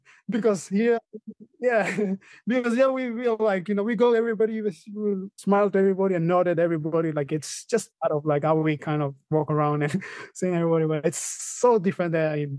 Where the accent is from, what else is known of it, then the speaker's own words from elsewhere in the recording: Papua New Guinea; They thought that I'm from from Brazil or other places. I don't know how they, Then when I told them PNG, it's like, well, where is PNG?